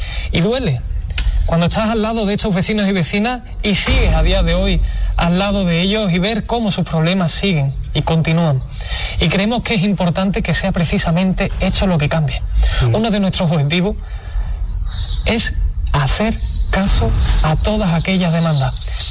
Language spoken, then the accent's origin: Spanish; Spain; yo, que soy del Barrio Bajo